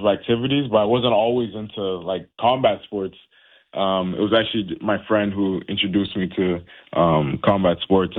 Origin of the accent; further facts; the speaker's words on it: Haiti; also born or lived in United States; now in Canada; I was born down in the States. We were just down there because I'm originally from Haiti. And my parents just came down to the States.